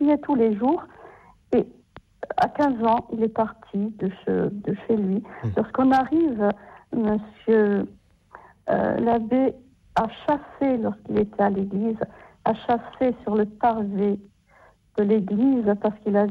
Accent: Corsica, France; je regardais à church, comme on disait chez nous en Corse, à church.

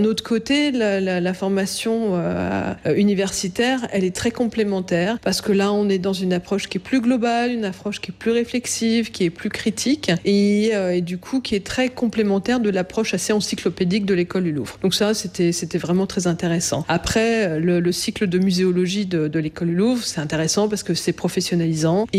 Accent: Brussels, Brussels-Capital Region, Belgium; moved away as an adult; J'ai grandi à Bruxelles, j'ai passé mon bac au lycée français, mais j'ai commencé mes études à Paris.

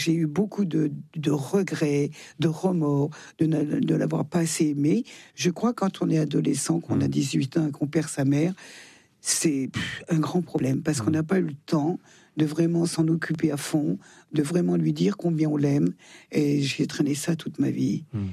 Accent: Auvergne-Rhône-Alpes, France; je suis plus savoyarde que française, d'ailleurs.

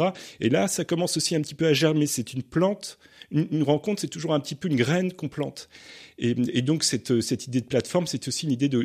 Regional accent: Brittany, France; Alors moi je ne suis pas lorrain ni alsacien là-bas, je suis breton.

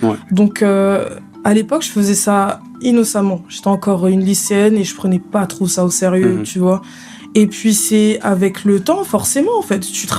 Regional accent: DR Congo; also born or lived in Paris; Ouais, je suis congolaise.

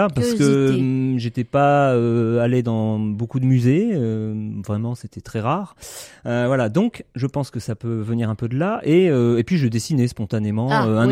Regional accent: Centre-Val de Loire, France; born there; je suis né en Eure-et-Loire, donc entre Orléans et Chartres, Châteaudun, une petite ville.

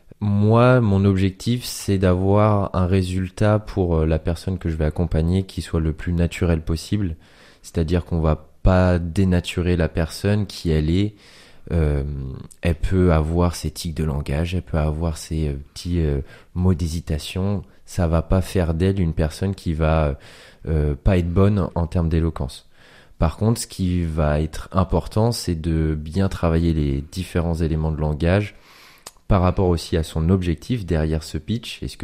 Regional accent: Caen, Normandy, France; j'ai 27 ans et je suis originaire de Caen.

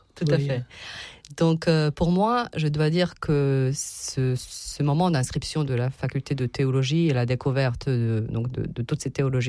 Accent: Serbia; now in France

